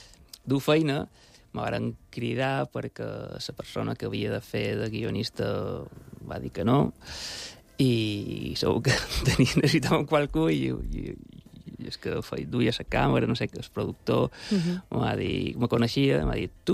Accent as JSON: {"language": "Catalan", "town": "Palma", "region": "Balearic Islands", "country": "Spain", "tie": "born or raised there", "said": "el Molinar, que vaig néixer en el Molinar. Ah, sí? I començar a colcar bicicleta allà, en el Molinar, quan era molt diferent del que era ara."}